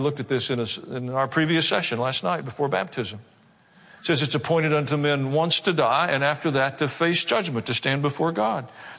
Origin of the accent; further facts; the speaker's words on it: Kansas City, Missouri, United States; born there; I was born in Kansas City, Missouri.